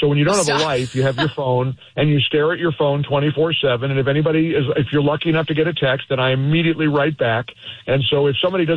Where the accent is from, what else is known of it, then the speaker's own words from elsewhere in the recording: Midwest, United States; born there; moved away as an adult; when you're a kid growing up in the Midwest and you want to be a broadcaster, you dream of getting a job in New York or Los Angeles.